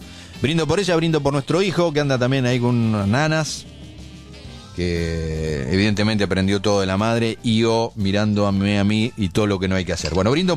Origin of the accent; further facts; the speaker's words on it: Argentina; Todos cometemos, somos argentinos, además, te explicamos...